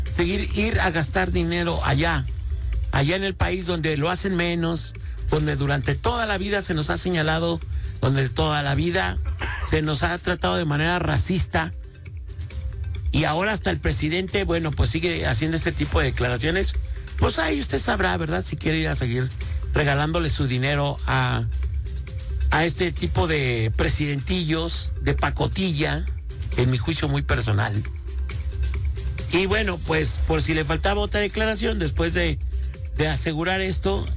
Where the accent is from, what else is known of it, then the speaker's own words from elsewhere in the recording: Mexico; considero que mi país tiene muchísimas cosas más que exporta